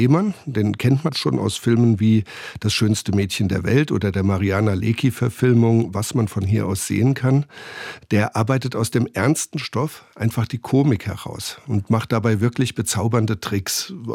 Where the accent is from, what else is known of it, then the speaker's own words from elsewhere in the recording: Hunsrück, Germany; Und ich komme selbst aus der Gegend